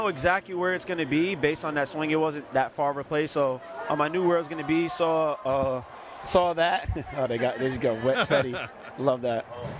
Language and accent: English; New York City, New York, United States; born or raised there